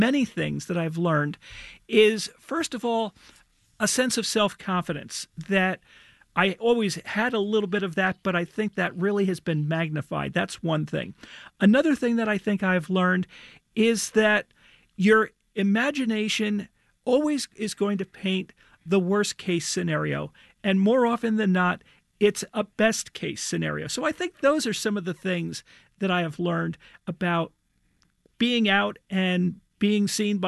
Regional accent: Cranford, New Jersey, United States; I came out first at a public meeting in my hometown of Cranford, New Jersey, and I was scared to death when I was sharing this.

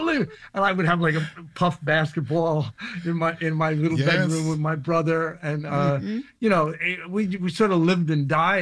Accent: Hollis, New York, United States; also born or lived in Brooklyn, New York / Rosedale, New York; Well, actually, I was born in Brooklyn, but I grew up in Hollis and Queens. And then I moved to Rosedale.

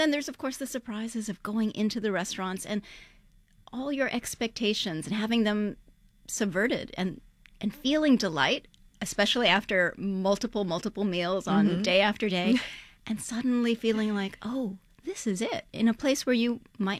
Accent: New York City, New York, United States; So I think that part of being a New Yorker is that we are really scrappy on some level.

